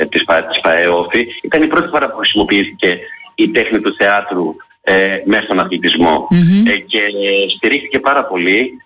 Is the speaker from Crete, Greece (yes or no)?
yes; Heraklion, Crete, Greece; γιατί είμαι Ηρακλειώτης